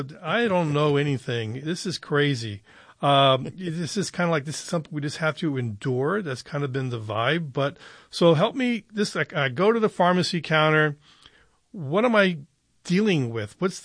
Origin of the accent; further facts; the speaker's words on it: United States; Are the same quality of the drug I would get in my hometown here in the United States?